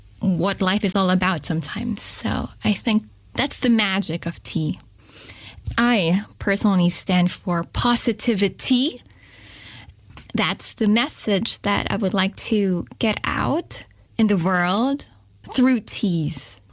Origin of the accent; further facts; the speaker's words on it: Philippines; moved away; I grew up in the Philippines, and there's a nice tea culture there, especially herbal teas.